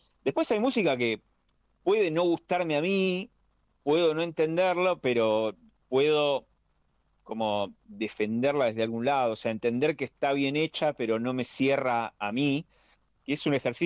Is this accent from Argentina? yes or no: yes; Buenos Aires Province, Argentina; Yo soy del conurbano de Zona